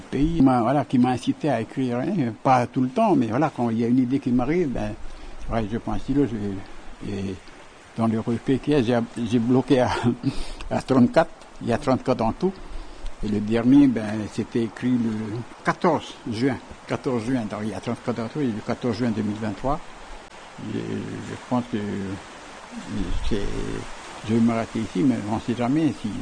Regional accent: Ouvéa, Loyalty Islands Province, New Caledonia; je lis un texte pour faire en sorte que même si je suis loin d'Ouvéa, de ma tribu, je donne quand même mon témoignage.

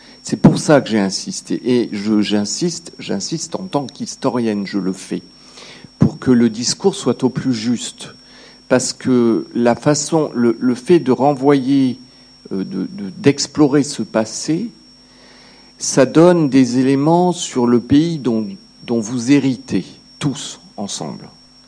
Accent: France; Je suis un nous éloigné parce que je suis française de nationalité

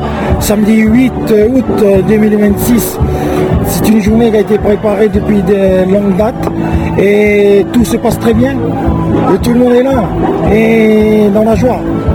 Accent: Wallis & Futuna; chez nous, à Wallis et Futuna, tout est utilisé.

